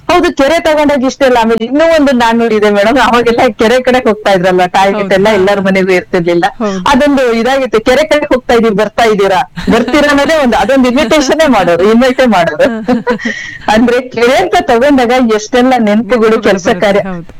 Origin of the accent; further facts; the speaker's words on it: Karnataka, India; ನಮ್ಮ ಹಳ್ಳಿ ಕಡೆ ಮಲ್ನಾಡ್ ಸೀಮೆಲ್ಲೆಲ್ಲ ನದಿ ಹೊಳೆಗೆಲ್ಲ ತುಂಬೋಗ್ಬಿಡುತ್ತಲ್ಲ